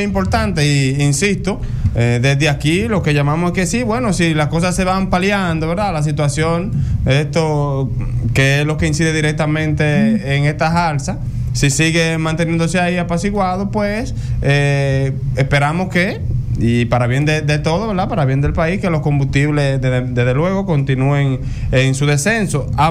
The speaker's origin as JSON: {"language": "Spanish", "town": "Tamayo", "region": "Bahoruco", "country": "Dominican Republic", "said": "yo soy de Tamayo."}